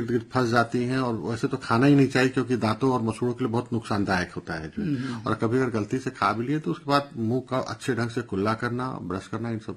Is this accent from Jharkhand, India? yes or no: no; Varanasi, Uttar Pradesh, India; हम लोग काशी के क्षेत्र के निवासी हैं